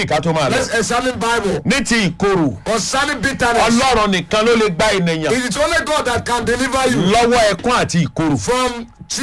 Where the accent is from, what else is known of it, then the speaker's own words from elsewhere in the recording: Nigeria; I grew up in Gambariere. I live in Balogu. In Mayaki.